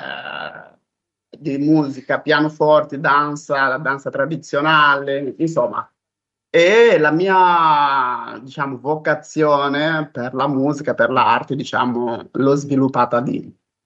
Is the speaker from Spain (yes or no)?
no; Beira, Sofala, Mozambique; moved away as an adult; also born or lived in Marromeu, Mozambique; now in Italy; sono nato a Marromeo, in Mozambico, in questo distretto, e poi sono cresciuto a Beira. Diciamo che è a Beira dove tutto ebbe inizio.